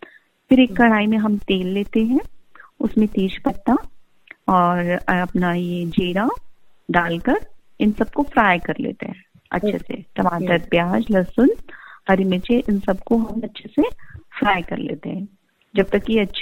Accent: Rajasthan, India; now in Bangalore, India; दाल बाटी के साथ हम राजस्थानी लोगों को कुछ तो चटकारा चाहिए

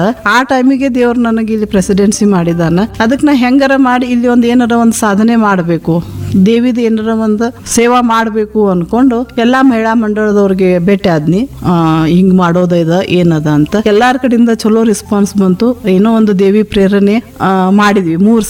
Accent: Munavalli, Karnataka, India; now in Belagavi, India; ನಾನು ಹುಟ್ಟಿದ ವಾತಾವರಣ ಮುನ್ನವಳ್ಳಿ ಅಂದ್ರೆ ಮುನಿಗಳ ಹಳ್ಳಿ, ಅದು ಮೋಸ್ಟ್ಲಿ ಅಲ್ಲಿ ಆ ವಾತಾವರಣದೊಳಗನ ಆಧ್ಯಾತ್ಮಿಕತೆ ಅನ್ನೋದು ತುಂಬೈತಿ ಅಂತ ನಂಗೆ ನಮ್ಮೂರಿನ ಬಗ್ಗೆ ಬಹಳ ಹೆಮ್ಮೆ.

